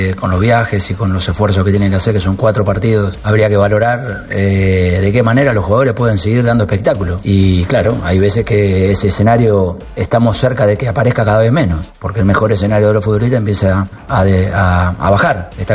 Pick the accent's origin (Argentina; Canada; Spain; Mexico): Argentina